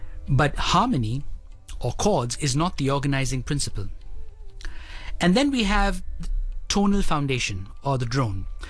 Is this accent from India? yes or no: yes; India; Thank you, Arpita, and I will, with a cup of tea, being Indian.